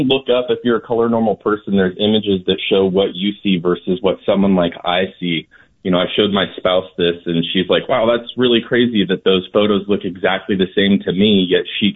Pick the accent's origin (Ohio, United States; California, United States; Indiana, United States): California, United States; Sacramento; now in Oakland, United States; I grew up in Sacramento